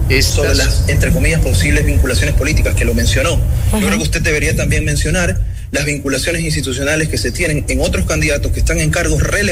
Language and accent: Spanish; Ecuador